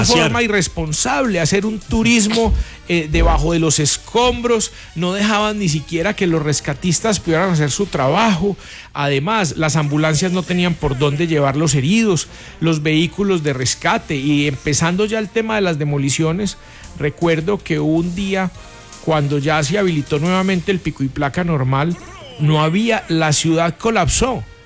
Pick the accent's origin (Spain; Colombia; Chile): Colombia; Pereira, Risaralda; nosotros que somos de acá de Pereira